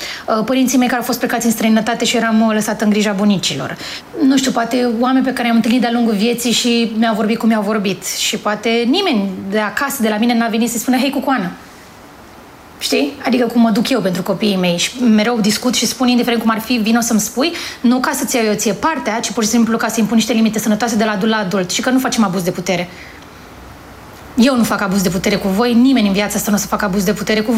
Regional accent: Bogați, Neamț County, Romania; la noi acolo în spate, la Bogați, unde am crescut, adică în Ozana, era o rățărie.

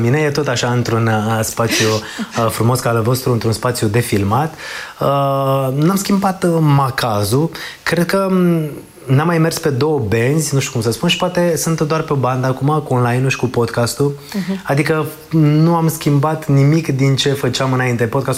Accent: Oltenia, Romania; Eu sunt oltean, știi?

